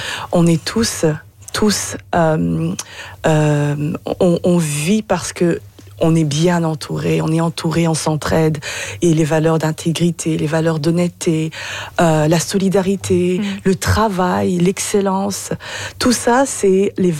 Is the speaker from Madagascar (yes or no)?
no; Burundi; first language Kirundi; French is a second language; now in Ottawa, Canada; Nous venons d'un pays, malheureusement, qui a été ravagé par la guerre.